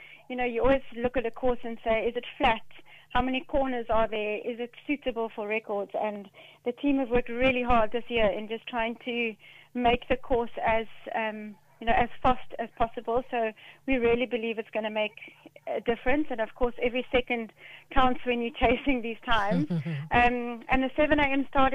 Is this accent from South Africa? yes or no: yes; South Africa